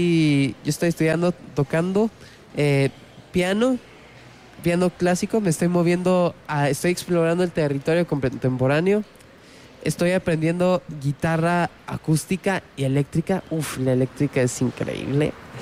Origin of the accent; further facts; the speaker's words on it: Querétaro, Mexico; Tengo 15 años y soy orgullosamente queretano.